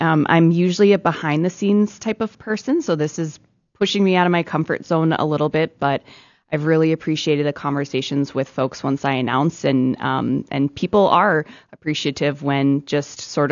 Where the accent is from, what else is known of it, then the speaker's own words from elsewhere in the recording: Tulare, South Dakota, United States; I grew up in South Dakota, so Tulare.